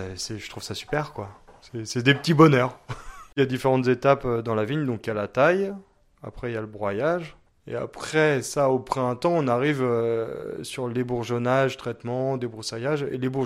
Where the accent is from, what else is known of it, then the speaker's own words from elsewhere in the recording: Angers, Pays de la Loire, France; moved away as an adult; also born or lived in Pic Saint-Loup; now in Aude, France; je viens d'Angers à la base, j'ai fait un BTS à viticulture œnologie à Saumur. Et je suis arrivé au Pic Saint-Loup après mon BTS, donc à 22 ans. Et je suis resté 7 ans là-bas